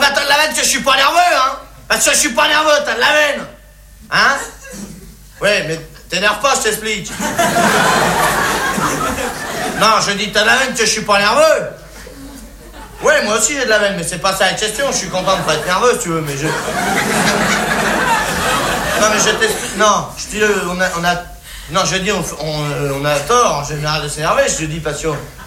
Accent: France

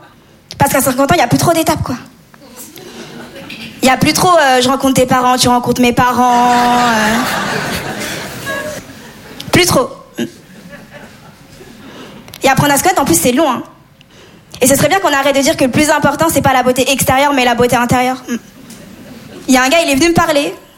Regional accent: Comoros; Je suis comorienne mauraise malgache. C'est des îles dans l'océan Indien. Ce qui explique mon teint aussi.

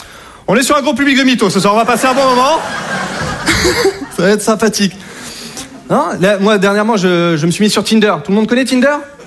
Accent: Hauts-de-France, France; Et ça m'a choqué parce que chez moi, en Picardie, voilà, entre voisins, franchement, il y a une bonne ambiance.

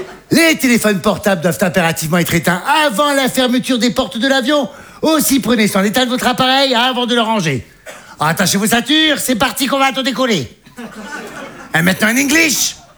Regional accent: Hauts-de-France, France; là d'où je viens, c'est bien. Parce que moi, j'ai un petit village du Nord, là-haut, là, tu sais, à la frontière belge.

